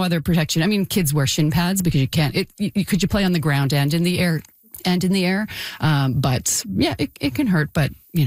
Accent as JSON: {"language": "English", "town": "Ottawa", "region": "Ontario", "country": "Canada", "tie": "born or raised there", "said": "I mean, I'm Canadian. I've grown up here from an early age, but yeah, I'm really rooted in my Irishness."}